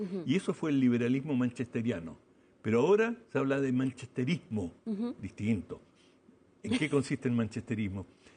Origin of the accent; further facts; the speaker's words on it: Chile; así como los chilenos tenemos esta idea del Rey